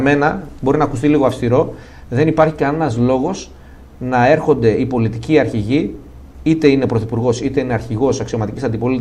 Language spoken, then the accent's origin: Greek; Greece; εγώ που είμαι Έλληνας.